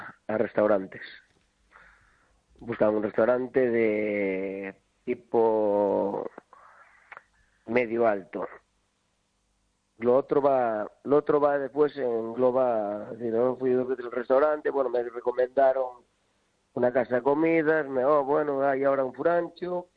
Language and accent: Spanish; Galicia, Spain